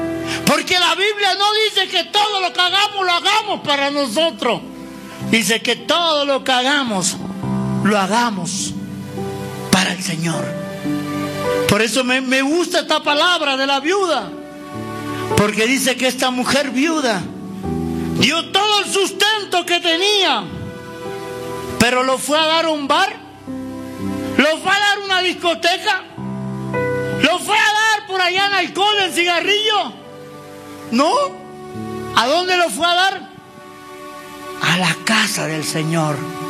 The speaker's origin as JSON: {"language": "Spanish", "country": "Argentina", "also_born_or_lived": "Colombia", "moved": "as an adult", "lives_now": "Santa Cruz de la Sierra, Bolivia", "said": "Mis hijos nacieron en Colombia. Yo soy argentino. He dejado mi tierra, mi familia, mi gente. ¿Y sabe dónde estamos pastoreando ahora? En Santa Cruz de la Sierra, Bolivia."}